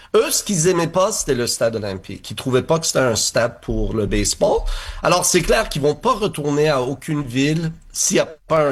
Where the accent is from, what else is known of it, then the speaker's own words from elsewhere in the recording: Montreal, Quebec, Canada; le fait que moi, je suis Montréalais, je suis Québécois, je suis ici, je suis bilingue